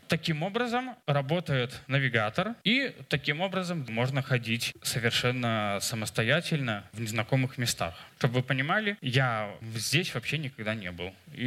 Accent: Minsk, Belarus; это же все-таки Минск, мой родной город, я понимаю, что раз ДДС Малиновка 4, значит, это в мою сторону.

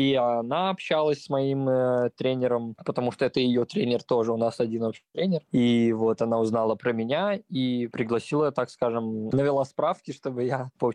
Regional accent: Novopolotsk, Vitebsk Region, Belarus; я родом из Новополоцка, оттуда сейчас сейчас мой действующий тренер личный

